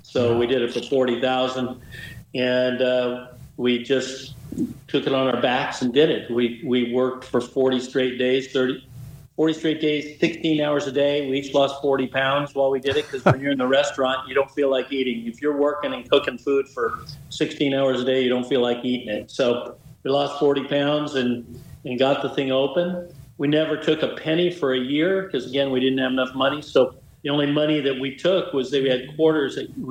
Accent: Pleasant Hill, California, United States; And I grew up in the Bay Area in Pleasant Hill, Walnut Creek area.

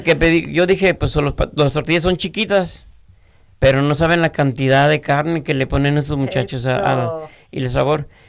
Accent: Mexico; born there; moved away; qué bonito dejar mis greñas en mi tierra natal, ¿no? México.

